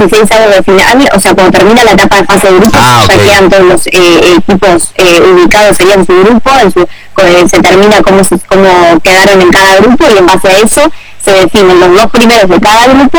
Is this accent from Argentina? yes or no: yes; Argentina; te pregunta de dónde sos, Argentina, ay, loco de bueno